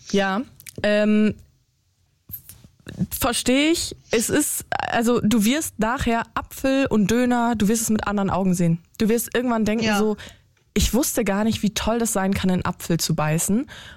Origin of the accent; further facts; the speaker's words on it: North Rhine-Westphalia, Germany; Ich komme aus NRW